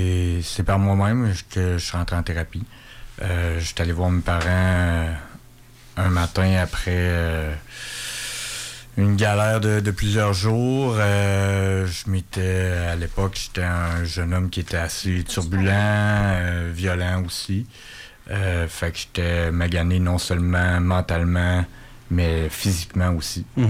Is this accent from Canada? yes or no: yes; Quebec City, Quebec, Canada; puis j'ai 38 ans. Je suis né, puis j'ai grandi à Québec.